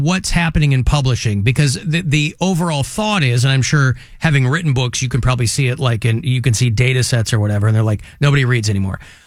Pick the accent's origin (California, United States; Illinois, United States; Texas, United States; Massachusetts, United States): Illinois, United States; Chicago; I'm from Chicago.